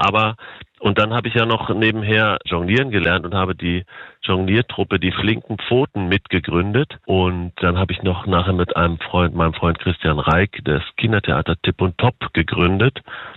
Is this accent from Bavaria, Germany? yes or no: no; Dülmen, North Rhine-Westphalia, Germany; now in Hamburg, Germany; Also ich bin Münsterländer oder Dülmner eigentlich durch und durch.